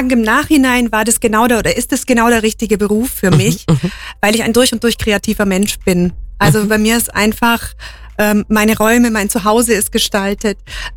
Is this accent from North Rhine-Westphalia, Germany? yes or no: no; Memmingen, Bavaria, Germany; moved away; also born or lived in Munich; ich bin Memmingerin und war 20 Jahre in München, habe auch in München meine Fotografenlehre gemacht.